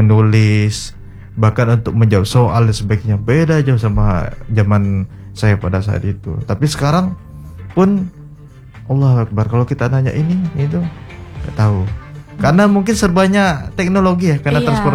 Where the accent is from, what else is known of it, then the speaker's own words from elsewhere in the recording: Sintang, West Kalimantan, Indonesia; Dan saya Kak, karena berasal dari Sintang lah ya, karena Sintang ini kan bahkan wilayah Kalimantan Barat ini Sintang termasuk regional 3T.